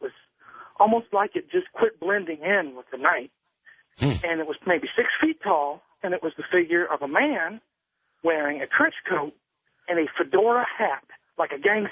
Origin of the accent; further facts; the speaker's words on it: Dallas, Texas, United States